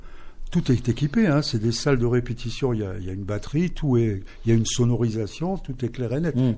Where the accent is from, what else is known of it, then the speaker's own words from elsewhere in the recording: Tiercelet, Grand Est, France; Moi, je viens de Tiercelet